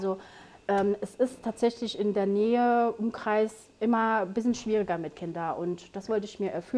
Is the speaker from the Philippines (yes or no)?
yes; Philippines; Kommt aus meiner Heimat, aus den Philippinen.